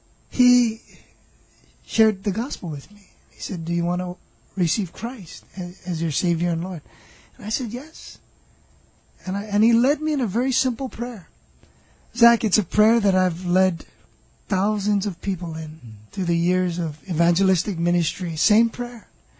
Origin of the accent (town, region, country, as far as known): Maunalua, Hawaii, United States; born or raised there